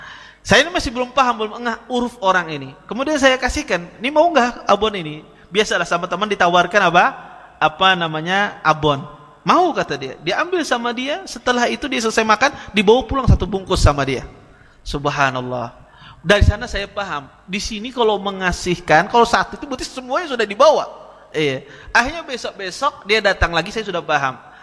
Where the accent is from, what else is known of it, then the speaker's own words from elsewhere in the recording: Indonesia; also born or lived in Medina; saya pada saat itu namanya orang Indonesia ini masih belum terbiasa makanan Arab.